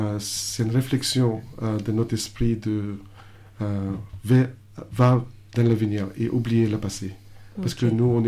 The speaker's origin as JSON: {"language": "French", "town": "Bacolod", "region": "Western Visayas", "country": "Philippines", "first_language": "Hiligaynon", "second_language": "French", "moved": "yes", "said": "moi, je viens de centre des Philippines, de Bacolod, et nous, on parle Ilonggo. C'est notre langue."}